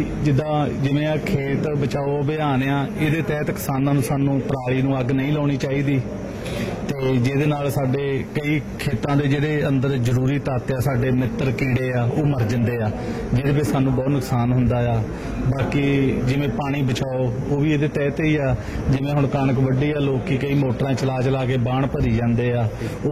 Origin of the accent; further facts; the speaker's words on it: Lutera Kalan, Punjab, India; ਮੇਰਾ ਪਿੰਡ ਲੁਟੇਰਾ ਕਲਾਂ